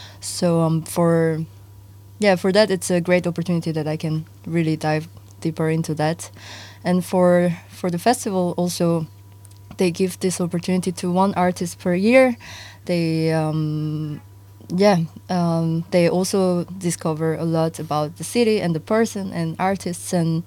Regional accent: Seoul, South Korea; moved away as an adult; now in Amsterdam, Netherlands; I'm from South Korea. I grew up in Seoul. I moved to Amsterdam almost 10 years ago for studies

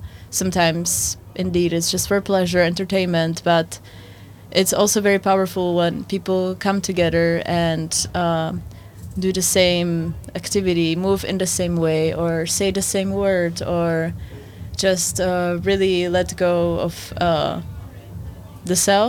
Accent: Bratislava, Bratislava Region, Slovakia; moved away as an adult; now in Netherlands; I grew up in Slovakia, born and raised there, in Bratislava.

